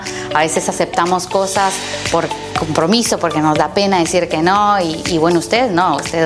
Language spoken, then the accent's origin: Spanish; Guatemala; moved away; cómo migramos, cómo nos transformamos como guatemaltecas en otro país.